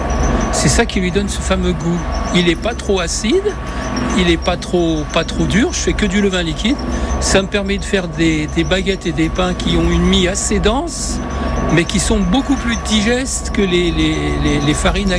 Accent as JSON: {"language": "French", "country": "Réunion", "said": "Je suis originaire de La Réunion. Je suis en fait la 11e génération de La Réunion."}